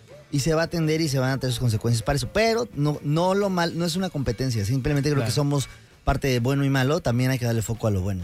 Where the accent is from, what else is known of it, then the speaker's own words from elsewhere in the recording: Mexico; ¿en verdad somos esto como mexicanos? Y la respuesta es sí. somos esto como mexicanos.